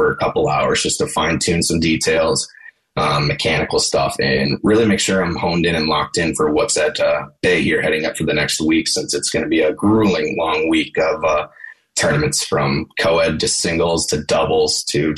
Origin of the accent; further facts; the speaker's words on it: Wisconsin, United States; I am from Wisconsin here myself.